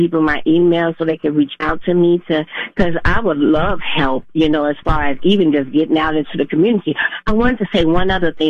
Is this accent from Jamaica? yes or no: no; Chicago, Illinois, United States; now in Minnesota, United States; Okay, I'm not from here. I apologize. I am from Chicago.